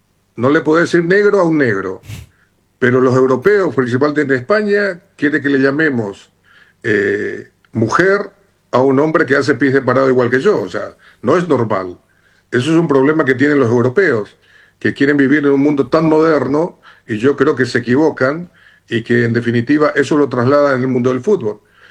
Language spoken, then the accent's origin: Spanish; Luque, Central, Paraguay; Y las tres entidades que más facturan no pagan impuestos en mi país, en este caso en Luque.